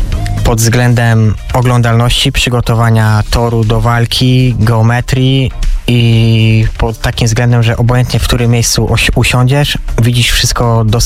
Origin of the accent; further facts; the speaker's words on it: Toruń, Kuyavian-Pomeranian Voivodeship, Poland; born or raised there